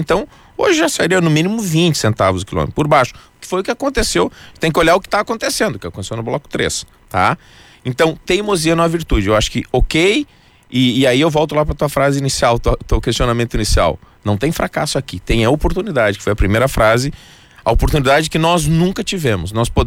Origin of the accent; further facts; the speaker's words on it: Brazil; Eu, como nunca saí do Brasil